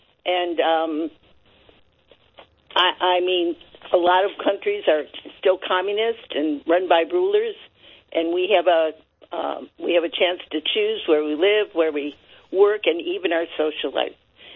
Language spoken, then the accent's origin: English; Cleveland, Ohio, United States; from Cleveland, Ohio. We are the home of the Rock and Roll Hall of Fame